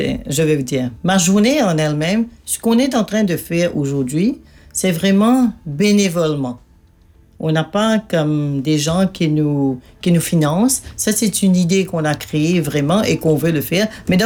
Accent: Mauritius; Je suis mauricienne.

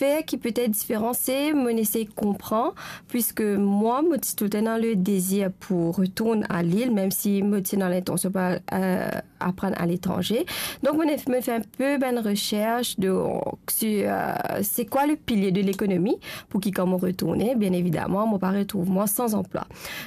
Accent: Mauritius; moved away as an adult; now in Rodrigues, Mauritius; Moi, origine de Rodrigue, mais j'ai grandi à Maurice. Ensuite, après quelques années, je retourne à Rodrigue quand je termine mes études.

